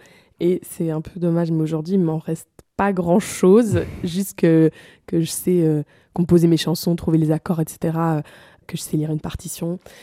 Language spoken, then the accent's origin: French; Blanmont, Wallonia, Belgium; Moi j'ai 23 ans, je viens de Blancmont, c'est un petit village près de Louvain-la-Neuve. Donc voilà, j'ai grandi là, puis j'ai été à l'école là, j'ai étudié les lettres français-italien à Louvain-la-Neuve